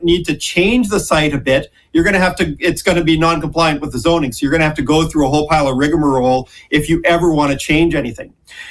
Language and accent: English; Canada; now in New Zealand; I'm Canadian still